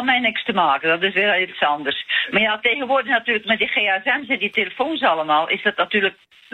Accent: Sluis, Zeeland, Netherlands; now in Biervliet, Netherlands; Ik ben geboren in Sluis, de stad Sluis.

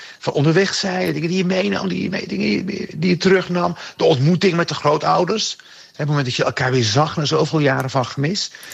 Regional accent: Rotterdam, South Holland, Netherlands; We groeiden op in Rotterdam.

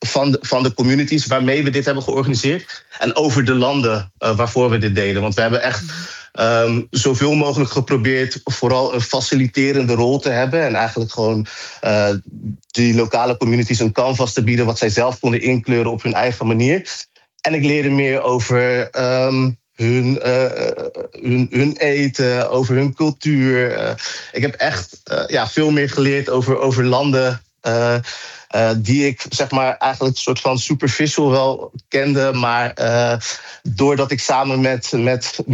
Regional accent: Netherlands; Ik ben zelf, ik heb zelf een Ghanese achtergrond. Ik ben in Nederland opgegroeid, maar mijn roots liggen in Ghana.

